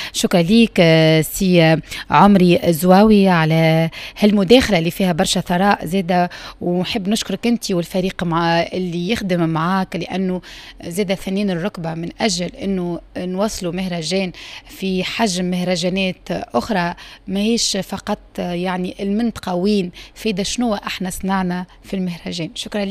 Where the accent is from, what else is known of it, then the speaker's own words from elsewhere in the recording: Tunisia; من أعرق المهرجانات اللي عندنا في تونس